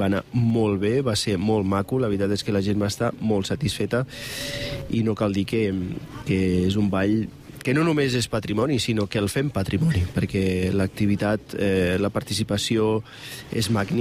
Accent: La Seu d'Urgell, Catalonia, Spain; som de la Seu, som del Pirineu, i per tant molt orgullosos de ser-ho.

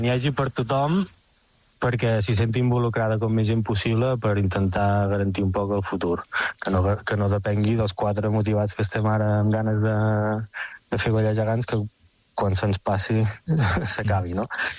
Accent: Reus, Catalonia, Spain; moved away as an adult; now in Mallorca, Spain; jo personalment vinc de Reus i des de que tinc memòria que vaig per sota dels gegants

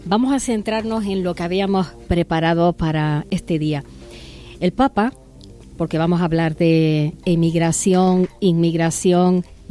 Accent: Canary Islands, Spain; que afrontamos como canarios.

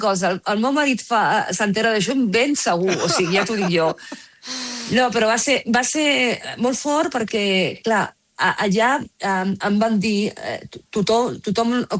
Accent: Barcelona, Catalonia, Spain; born there; now in El Masnou, Spain; jo sóc una enamorada de Catalunya, de Barcelona, jo sóc, encara que visc al Masnou, sóc nascuda a Barcelona

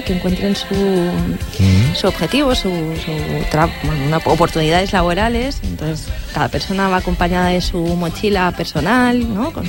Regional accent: Granollers, Catalonia, Spain; Bueno, la gente que somos de Granollers. A ver cómo lo explico. Sí, somos muy lovers de Granollers y a la vez muy haters, ¿no?

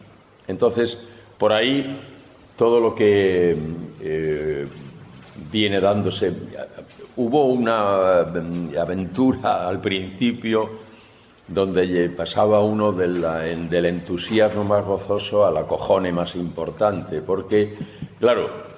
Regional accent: Chinchón, Community of Madrid, Spain; Valdelaguna, que era un pueblo cercano del mío, yo soy de Chinchón

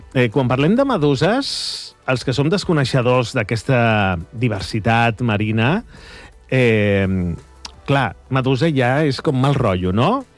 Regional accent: Barcelona, Catalonia, Spain; now in Calafell, Spain; porto 20 anys, som de Barcelona, pues som mira. Calafellencs.

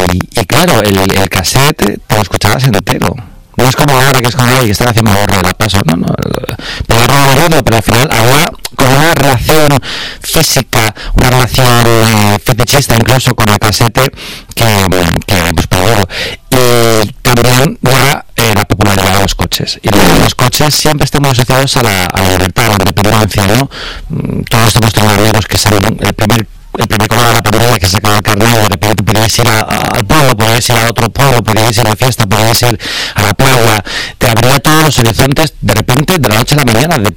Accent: Alcorcón, Community of Madrid, Spain; cuando decían ¿tú de dónde eres? Yo decía Alcorcón, la gente era como ¿sabes? En plan, como les parecía gracioso, cero de Alcorcón, lo que pasa, en plan, para mí ser de Alcorcón era normal.

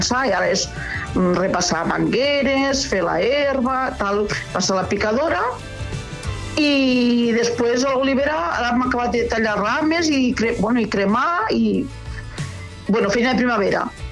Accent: La Fatarella, Catalonia, Spain; soc de la Fatarella, Terra Alta, i tenim una empresa familiar que es diu Llopis.

